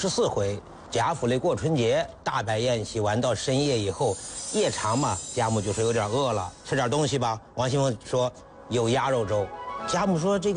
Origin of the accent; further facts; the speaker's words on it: northern China, China; 作为一个北方人呢，觉得这个咸粥好像从小没有喝过。